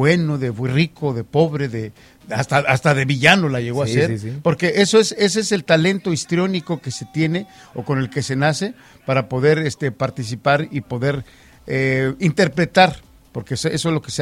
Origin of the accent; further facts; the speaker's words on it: Mexico; now in United States; los que venimos de México y alcanzamos a ver las telenovelas